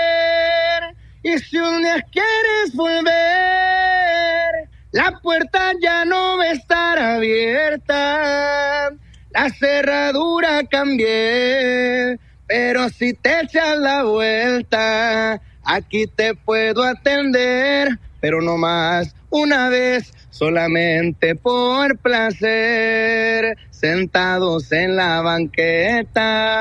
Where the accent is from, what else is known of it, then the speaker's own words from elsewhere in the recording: Hermosillo, Sonora, Mexico; now in United States; ahí venimos de Sonora. En Sonora ahí la música se escucha a diario y las fiestas son de diario también, y la música crecimos con Sonora.